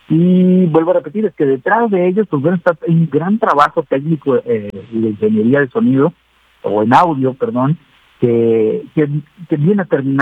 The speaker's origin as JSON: {"language": "Spanish", "country": "Mexico"}